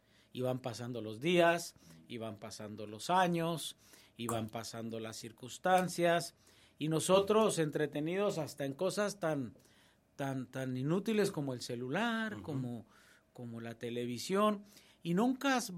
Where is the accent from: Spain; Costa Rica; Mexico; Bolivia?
Mexico; Las Varas; ahí en Las Varas, en mi pueblo